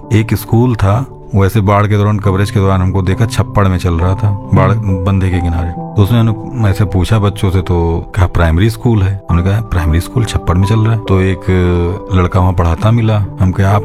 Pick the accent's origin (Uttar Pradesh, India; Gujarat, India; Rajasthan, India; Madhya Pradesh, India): Uttar Pradesh, India; Varanasi; मैं ये बताया कि मैं बनारस से आया हूँ